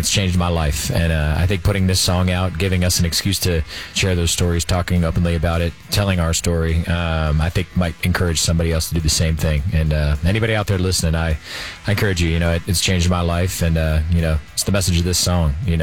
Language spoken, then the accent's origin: English; Pennsylvania, United States; And growing up in Pennsylvania, blue collar town, like men just didn't do a good job sharing their feelings.